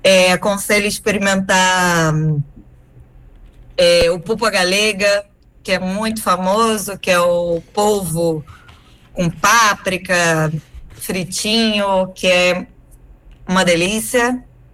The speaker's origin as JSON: {"language": "Portuguese", "town": "Niterói", "region": "Rio de Janeiro", "country": "Brazil", "also_born_or_lived": "Cork, Ireland / Portugal", "accent": "Brazilian", "moved": "as an adult", "lives_now": "Santiago de Compostela, Spain", "said": "Rio de Janeiro, eu sou de Niterói."}